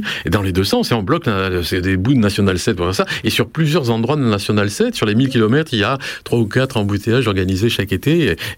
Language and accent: French; Southwest France, France; moi, je suis du Sud-Ouest, et mon tropisme n'est pas du tout vers la Méditerranée